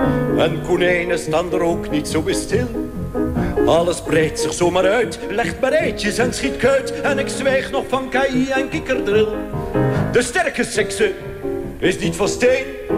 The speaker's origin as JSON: {"language": "Dutch", "region": "Holland", "country": "Netherlands", "said": "Want als Hollander, als echte Hollander, reken ik uit wat of ze inbrengt."}